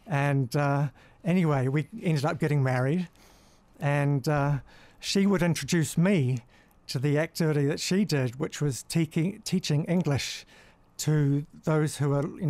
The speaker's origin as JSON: {"language": "English", "country": "New Zealand", "tie": "born or raised there", "also_born_or_lived": "England", "moved": "as an adult", "lives_now": "Jeju, South Korea", "said": "my parents took me over there when I was a boy. My father got a job over there and went with him and my mother."}